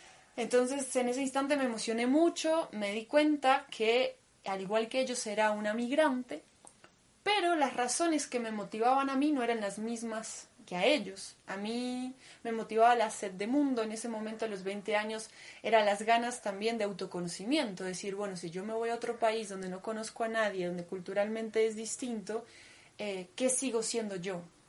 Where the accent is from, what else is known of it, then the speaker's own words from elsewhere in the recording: Argentina; first language Russian; Spanish is a second language; moved away as an adult; Digamos que yo a mis 21 años me fui de mi país. Yo crecí en Argentina, en el seno de una familia rusa.